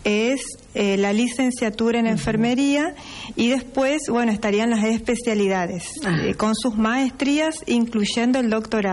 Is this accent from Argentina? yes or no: yes; Vera, Santa Fe, Argentina; now in Reconquista, Argentina; Soy de la ciudad de Vera.